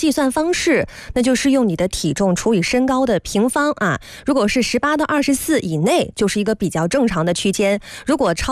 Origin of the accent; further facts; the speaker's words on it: Guangdong, China; 那可能也跟我们广东人饭前喜欢先喝点汤有关啊